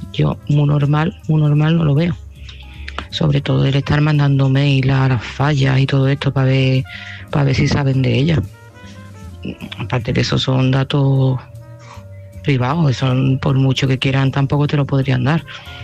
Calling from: Seville, Andalusia, Spain; de Sevilla

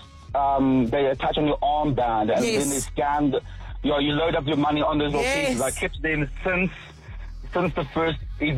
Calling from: Sandton, Gauteng, South Africa; I actually just driven to work, so I'm in Randburg, but yeah, I'm from Santon.

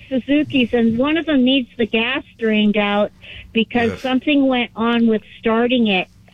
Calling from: Norco, California, United States; I'm over in Old Town on Corona Avenue by the church.

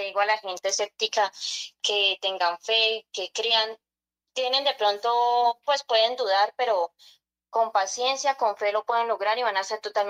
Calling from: Bogotá, Colombia; Es desde el barrio Britalia, en Bogotá.

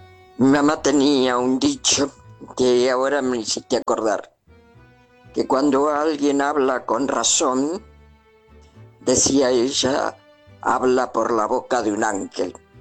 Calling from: Valvanera, Argentina; de Valvanera

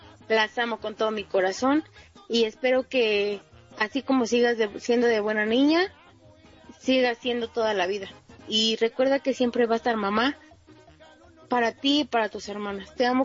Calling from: Tizayuca, Hidalgo, Mexico; me comunico desde Tizayuca.

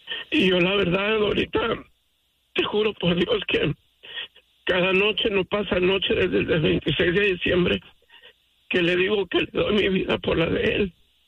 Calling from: Los Angeles, California, United States; Yo vivo en la ciudad de Highland Park, en Los Ángeles

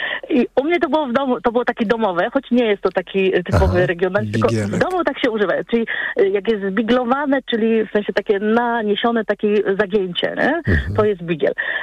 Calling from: Greater Poland Voivodeship, Poland; Ja jestem z poznańską pyrą, można powiedzieć, spod Poznania niedaleko

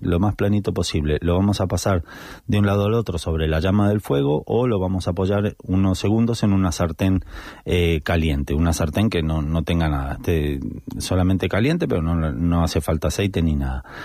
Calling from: Linares, Andalusia, Spain; Hola Guillermo … de Linares.

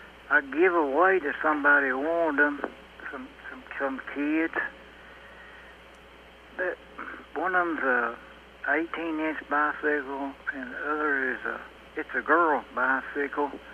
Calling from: Ferguson, United States

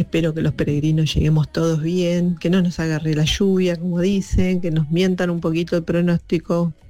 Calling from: Argentina; de Valvanera

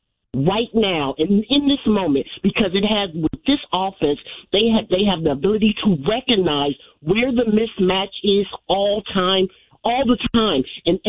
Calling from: Oakland, California, United States; I'm from Oakland.

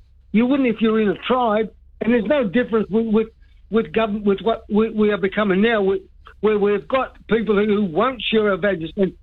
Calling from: Australia

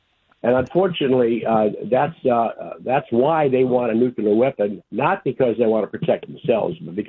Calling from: North Olmsted, Ohio, United States; I'm in North Olmsted.

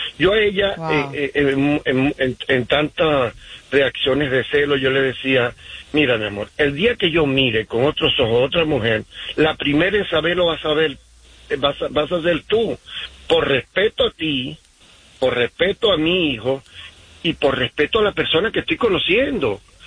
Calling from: Utah, United States; Los llamo desde Utah.

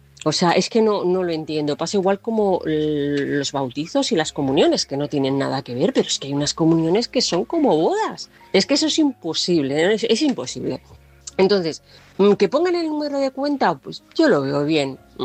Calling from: Toledo, Castilla-La Mancha, Spain

